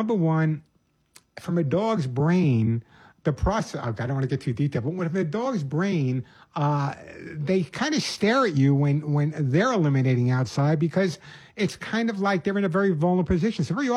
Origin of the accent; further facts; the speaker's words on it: New York City, New York, United States; When I was growing up in the Bronx